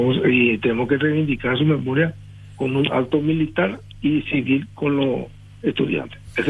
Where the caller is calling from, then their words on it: Paraguay; y encaramos nuestro camino como paraguayo independiente.